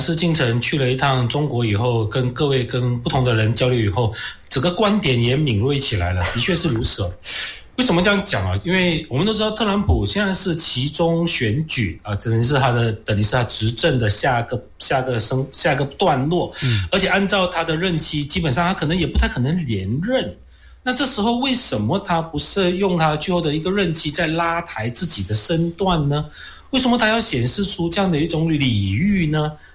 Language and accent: Chinese; Malaysia; 这涉及到我们马来西亚华人在当下的族群局势跟族群政治的这样的一种考量。